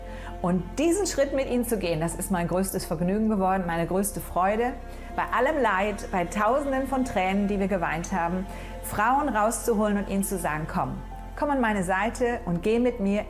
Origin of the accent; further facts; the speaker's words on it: Hamburg, Germany; born there; Ich bin in Hamburg geboren, in eine große Familie und meine Eltern sind beide gläubig